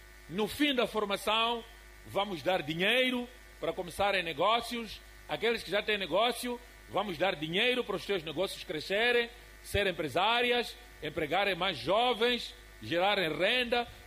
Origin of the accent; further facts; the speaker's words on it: Mozambique; Este dinheiro não interessa, porque todos nós somos moçambicanos e irmãos moçambicanos.